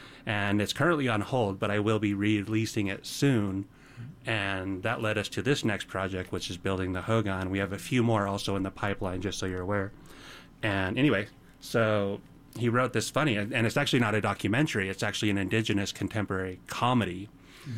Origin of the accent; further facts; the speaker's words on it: Provo, Utah, United States; born there; also born or lived in Four Corners area (near Mexican Hat / Halchita); my childhood growing up, you know, in the desert, chasing my grandfather around, herding sheep, the whole works. Then when I was about 5, we came up to Provo and integrated into life.